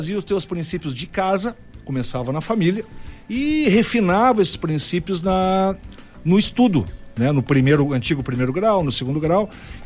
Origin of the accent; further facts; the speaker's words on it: Santa Cruz do Sul, Rio Grande do Sul, Brazil; Eu sou de Santa Cruz do Sul.